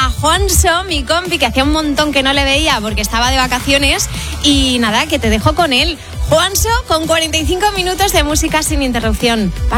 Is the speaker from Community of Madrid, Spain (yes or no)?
yes; Brunete, Community of Madrid, Spain; Bueno, me voy a las fiestas de mi pueblo ahora, Brunete.